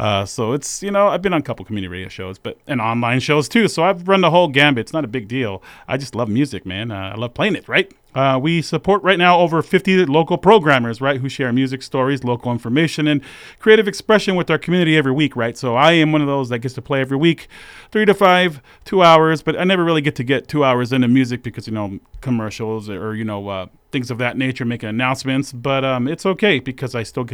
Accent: West Coast, United States; I come from the West Coast

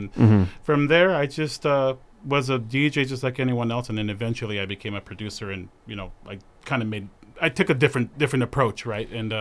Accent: San Jose, California, United States; born there; moved away as an adult; now in Boise, United States; I'm from San Jose, and I grew up with lots of famous artists right now.

